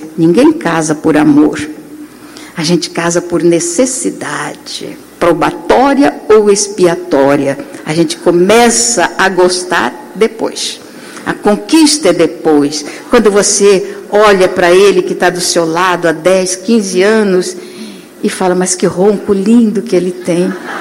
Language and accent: Portuguese; Mato Grosso, Brazil; born or raised there